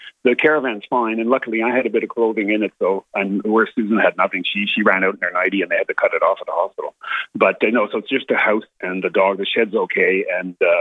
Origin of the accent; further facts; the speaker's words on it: Canada; I'm from Canada